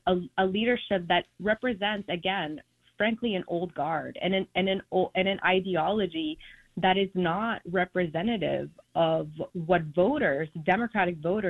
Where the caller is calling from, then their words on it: New York City, New York, United States; I'm calling from the People's Republic of Astoria, as we lovingly refer to our district.